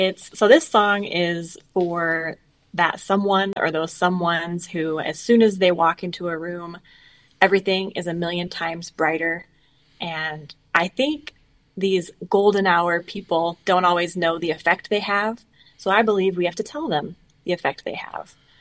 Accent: West Chicago, Illinois, United States; moved away as an adult; now in Brewster, Washington, United States; I grew up in West Chicago, Illinois, and moved out to Washington back in 2013.

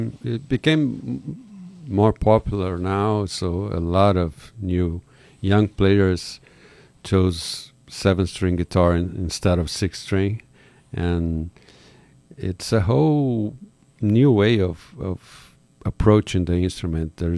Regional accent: Rio de Janeiro, Brazil; Yeah, well, I come from Rio de Janeiro. And so, yeah, in Rio, like we have choro, we have samba, bossa nova as well, right?

